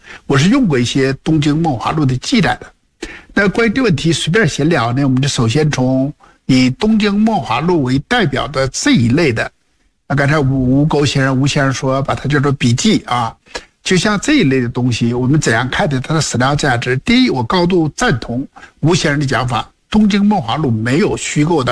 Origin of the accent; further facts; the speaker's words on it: Northeast China, China; 但我们东北人也是中国人，不要以为东北人就不是中国人，我们都是中华民族